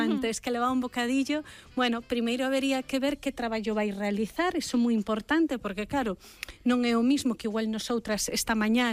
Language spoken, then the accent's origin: Galician; Moeche, Galicia, Spain